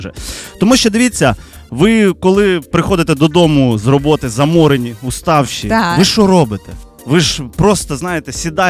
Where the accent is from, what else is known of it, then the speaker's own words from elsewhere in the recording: Pryiutne, Zaporizhzhia Oblast, Ukraine; now in Kyiv, Ukraine; З Гуляйполя, з мальовничого села Приютна. Там народився, там виріс, там виросли мої батьки, мої діди, прадіди, всі виросли там, і тепер я в Києві, як бачите.